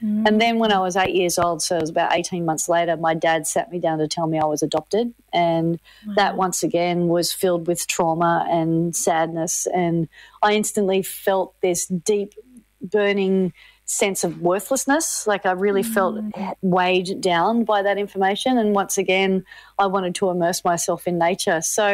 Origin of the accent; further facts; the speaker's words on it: Manly, New South Wales, Australia; Well, it started, as you say, in Manly. It started when I grew up surfing. Well, let's start at the beginning. I was adopted into a beach-loving family